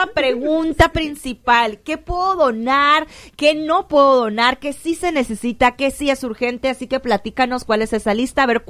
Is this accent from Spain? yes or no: no; Mexico